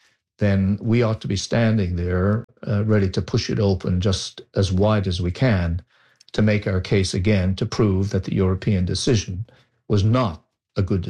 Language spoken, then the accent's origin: English; Newfoundland and Labrador, Canada; as a Newfoundlander